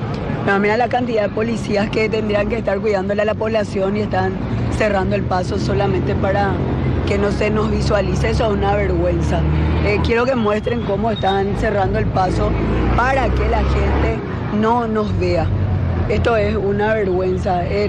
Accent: Paraguay; todos tendríamos lo que merecemos como paraguayos.

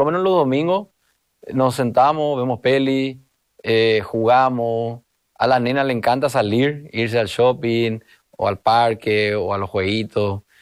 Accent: Asunción, Paraguay; yo soy de sajoniero hasta los 14 años. Yo me crié en Sajonia, en la República de Sajonia. Vivía detrás de la seccional 21. O sea, conozco la seccional desde que soy chiquitito por eso. Yo jugaba fútbol en la seccional.

